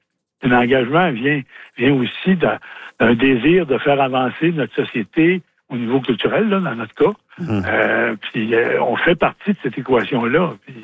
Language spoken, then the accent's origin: French; Quebec, Canada